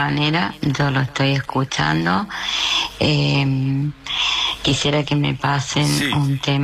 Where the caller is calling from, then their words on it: Laguna Larga, Córdoba, Argentina; de Laguna Larga